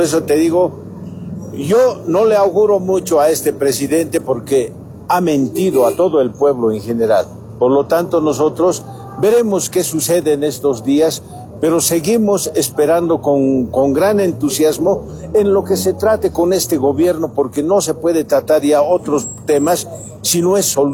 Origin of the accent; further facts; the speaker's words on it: Bolivia; Los bolivianos podemos resolver nuestros problemas internamente